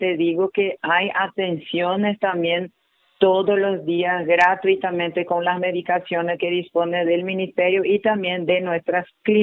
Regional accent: Brazil; Spanish is a second language; now in Paraguay; aunque hablo español, pero soy brasileira. A veces mucha persona piensa que yo soy paraguaya en sí, le dije, soy paraguaya. Sí. Soy brasileira, pero con mi alma paraguaya.

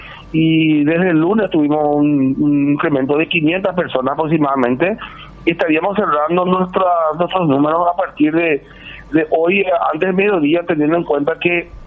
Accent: Paraguay

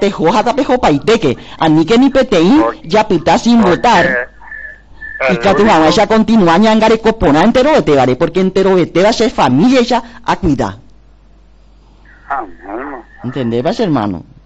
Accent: Paraguay; me considero una persona cristiana, me considero una paraguaya añetete.

